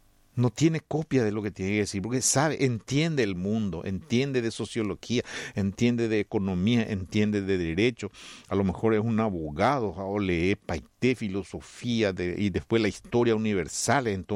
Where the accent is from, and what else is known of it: Paraguay